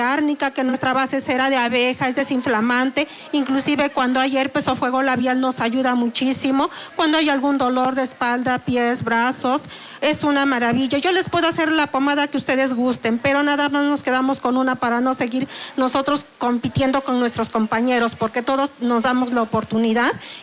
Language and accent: Spanish; Santa Inés Ahuatempan, Puebla, Mexico; Yo soy de Santa Inés, Aguatempan, Puebla, estamos a 3 horas de camino